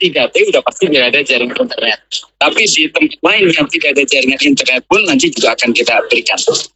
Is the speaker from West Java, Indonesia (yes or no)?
no; Central Java, Indonesia; di tingkat Kabupaten Banyumas, di kampung saya itu internetnya belum jalan